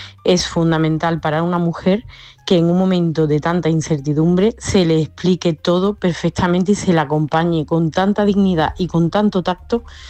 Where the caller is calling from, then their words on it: Córdoba, Andalusia, Spain; de Córdoba.